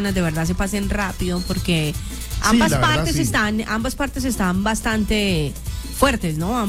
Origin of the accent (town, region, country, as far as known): Colombia